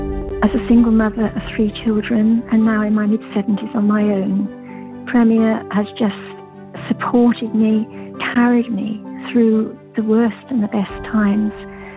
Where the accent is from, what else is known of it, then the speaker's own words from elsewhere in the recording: Enfield, London, United Kingdom; I'm from Enfield, Middlesex.